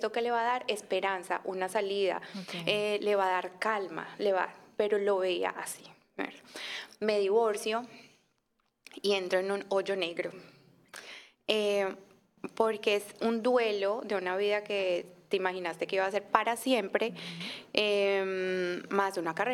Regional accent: Medellín, Antioquia, Colombia; moved away; yo soy de Medellín

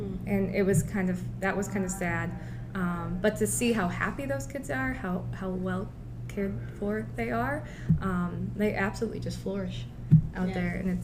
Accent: Cleveland, Ohio, United States; now in Champaign, United States; I'm originally from Cleveland, Ohio. I moved here in 2010, started working at Christie.

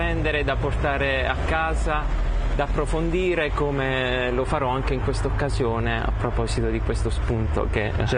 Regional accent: Terlizzi, Apulia, Italy; vengo dalla Puglia, dalla provincia di Bari, Terlizzi in realtà, un paese a nord di Bari.

